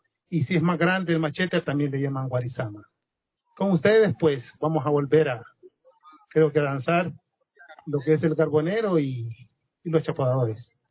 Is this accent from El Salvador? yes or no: yes; El Salvador; nuestro pueblo salvadoreño